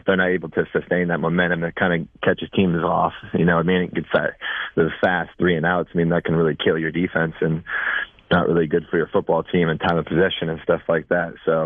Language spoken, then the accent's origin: English; Santa Rosa, California, United States; I came from Santa Rosa, so it's small.